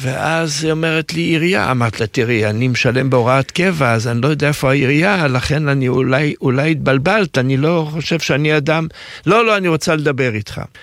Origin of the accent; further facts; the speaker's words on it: Jerusalem, Jerusalem District, Israel; moved away as an adult; also born or lived in South Africa; now in Ra'anana, Israel; אני נולדתי בירושלים. כל חיי גרתי בירושלים, ואז נשלחתי על ידי הסוכנות היהודית לדרום אפריקה להיות שליח עלייה. והייתי 3 שנים בדרום אפריקה